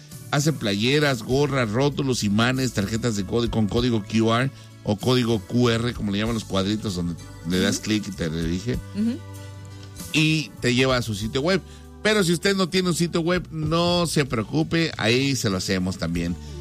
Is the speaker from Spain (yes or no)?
no; Mexico; yo soy mexicano y soy bien orgullosamente mexicano